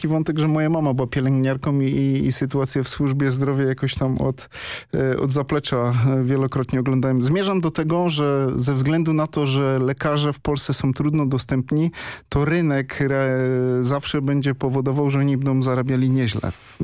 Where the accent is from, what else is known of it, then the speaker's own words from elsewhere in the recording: Wodzisław Śląski, Silesian Voivodeship, Poland; born there; now in Rybnik, Poland; mam napisane w życiorysie, że się urodziłem w Wodzisławiu Śląskim.